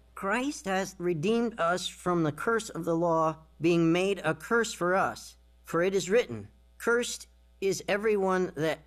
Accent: Los Angeles, California, United States; As a young boy growing up in Los Angeles, I had never heard of Vietnam. I couldn't have found it on a map and would never in my wildest dreams thought I'd go there.

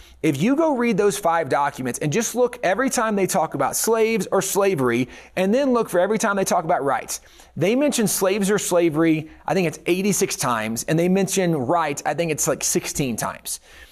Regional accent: the South, United States; growing up in the South, and I'm sure all of us heard this in the South, well, it's states' rights.

